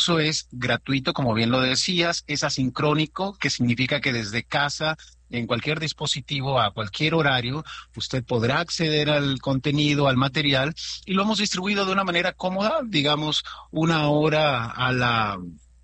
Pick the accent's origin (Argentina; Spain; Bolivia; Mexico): Mexico; born there; Yo nací en México hace 50 años